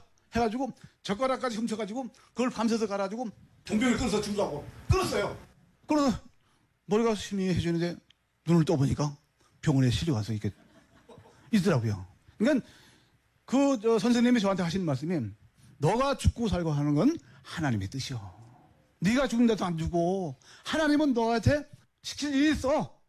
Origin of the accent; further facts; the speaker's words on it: North Korea; now in South Korea; 난 북한 놈 맞아.